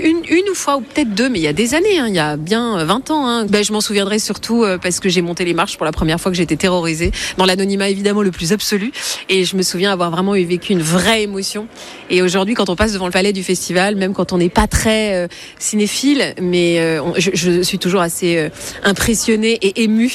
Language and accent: French; Hauts-de-France, France; Donc moi, je suis plutôt du Nord.